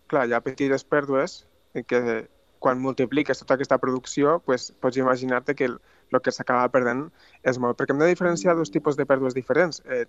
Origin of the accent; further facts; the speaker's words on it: Tarragona, Catalonia, Spain; Bueno, jo sóc de Tarragona, eh? Però jo estic vivint al País Basc i per tant, em tocava el tema una mica com a personal, no?